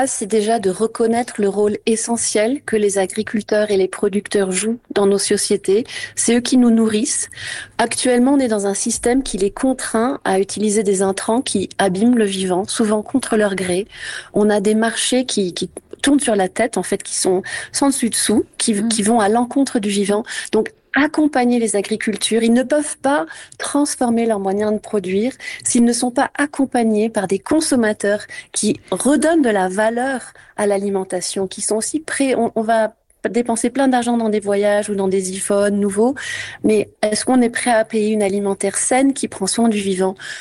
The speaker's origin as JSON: {"language": "French", "region": "Bourgogne-Franche-Comté", "country": "France", "said": "Chez nous, en Bourgogne, c'est la sécheresse."}